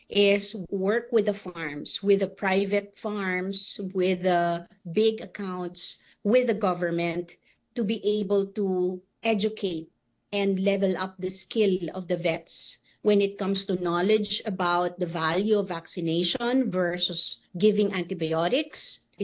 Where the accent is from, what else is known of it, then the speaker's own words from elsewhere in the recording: Philippines; I am originally, I'm a Filipino.